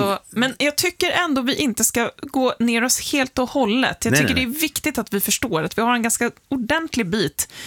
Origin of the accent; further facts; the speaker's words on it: Sweden; Som svenskar så tycker jag det är helt otroligt att vi inte har kommit på ett så här organiserat system.